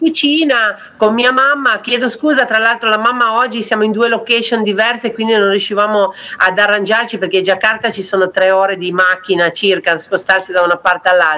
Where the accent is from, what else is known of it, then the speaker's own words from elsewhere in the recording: Pietra Ligure, Liguria, Italy; now in Jakarta, Indonesia; il cambiamento principale è che noi nati sul mare, perché noi siamo di Pietraligure, quindi 5 minuti eri al mare